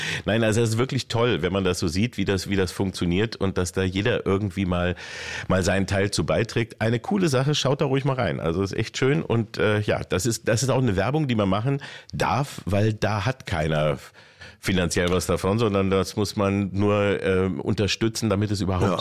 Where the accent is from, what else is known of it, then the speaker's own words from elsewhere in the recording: Peine, Lower Saxony, Germany; ich bin in Peine aufgewachsen